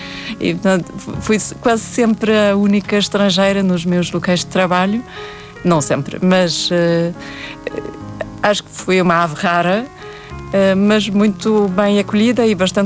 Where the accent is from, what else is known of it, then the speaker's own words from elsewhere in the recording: Sweden; Portuguese is a second language; now in Portugal; como boa sueca, sou uma apaixonada pela natureza.